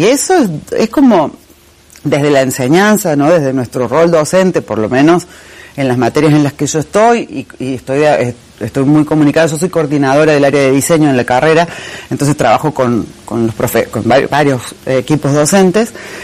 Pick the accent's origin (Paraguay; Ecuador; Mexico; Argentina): Argentina; Córdoba; accent: tonada cordobesa; now in Santa Fe, Argentina; me decían recién que tenía mucha tonada cordobesa, y sí, pues soy de Córdoba y trabajo acá en la UNL hace 13 años, 14